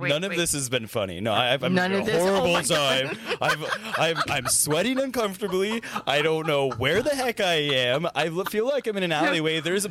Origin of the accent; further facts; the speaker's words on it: Santa Rosa, California, United States; I grew up in Sonoma County. I grew up in Santa Rosa. I live out in Forestville now